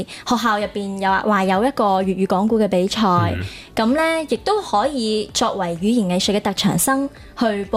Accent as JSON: {"language": "Cantonese", "town": "Guangzhou", "region": "Guangdong", "country": "China", "tie": "born or raised there", "said": "我就谂咗自己又系一个土生土长嘅广州人啦"}